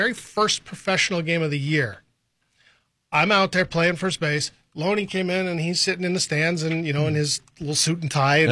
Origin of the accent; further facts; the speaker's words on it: Los Angeles, California, United States; I grew up in California. Yeah, okay. But I grew up out in L.A., so I was a Dodgers fan, Angels fan, all that stuff.